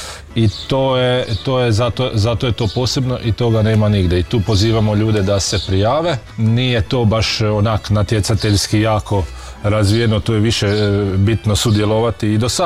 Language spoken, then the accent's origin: Croatian; Đurđevac, Koprivnica-Križevci County, Croatia; Evo, isto dolazim iz Đurđevca.